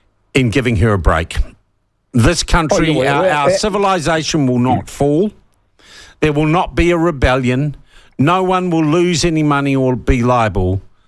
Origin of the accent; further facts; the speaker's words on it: Porirua, Wellington, New Zealand; because I grew up in Porirua East and people in the Hutt Valley were snobs.